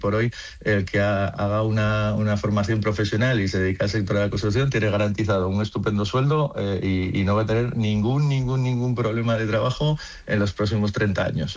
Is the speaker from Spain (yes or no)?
yes; Asturias, Spain; moved away as an adult; now in Zaragoza, Spain; yo soy asturiano, yo vine a vivir aquí en el año 2000 y me fui a Lactur